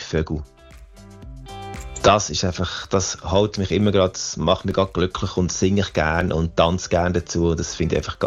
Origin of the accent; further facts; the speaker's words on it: Central Switzerland, Switzerland; meine Heimat ist ja die Schweiz. Und die Zentralschweiz, und das ist ja so nah alles.